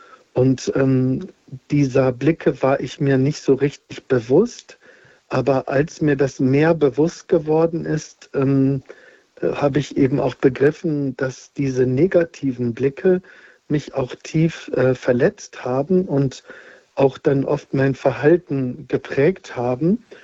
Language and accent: German; Northern Germany, Germany; moved away as an adult; now in Hochaltingen, Germany; also ich bin 58 Jahre alt und ich komme aus Norddeutschland und bin Priester des Bistums Osnabrück.